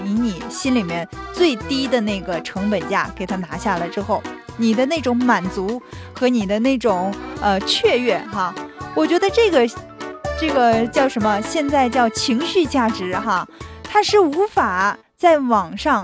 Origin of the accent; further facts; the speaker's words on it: Harbin, Heilongjiang, China; 那么作为哈尔滨人哈、啊、本地人，可能要选择的这个可能性会很多啊